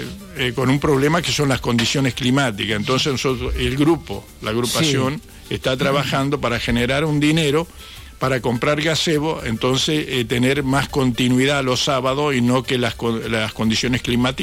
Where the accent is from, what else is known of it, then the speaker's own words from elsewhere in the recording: General Alvear, Argentina; Somos algunos de ahí de la colonia y otros somos de General Alvear. Pues yo realmente, ajá, yo soy de General Alvear